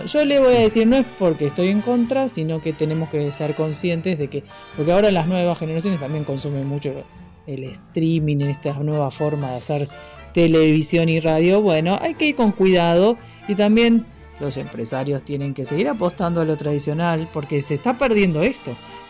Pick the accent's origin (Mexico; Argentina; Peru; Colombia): Argentina